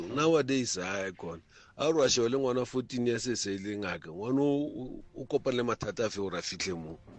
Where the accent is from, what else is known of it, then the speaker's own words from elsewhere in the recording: Klerksdorp, North West, South Africa; moved away; originally, I'm from Klerksdorp.